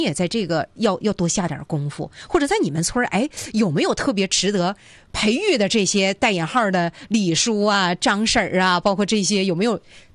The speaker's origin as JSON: {"language": "Chinese", "region": "Northeast China", "country": "China", "said": "刻在咱们东北孩子哈骨子里的最朴素的一个心愿"}